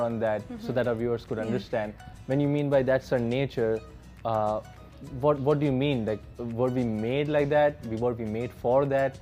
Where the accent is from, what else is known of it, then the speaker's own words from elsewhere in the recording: India; moved away as an adult; I just flew out from India and came to a place where I didn't know anybody.